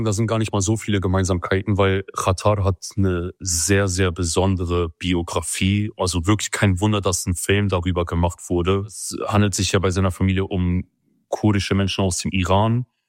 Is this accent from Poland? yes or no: no; Turkey; Habe ich eine ganz lange Zeit immer gesagt, ich bin Kurde aus der Türkei.